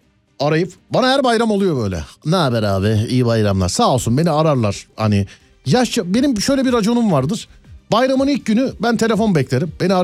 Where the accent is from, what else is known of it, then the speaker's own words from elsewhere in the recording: Şişli, Istanbul, Turkey; Benim köyümden mesela Şişli'den ikinci köprüye gitmeyi denediniz mi?